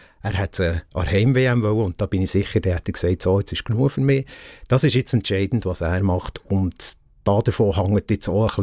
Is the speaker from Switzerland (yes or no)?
yes; Switzerland; Wir tun Schweizer, wir sind Schweizer, wir müssen unsere Werte leben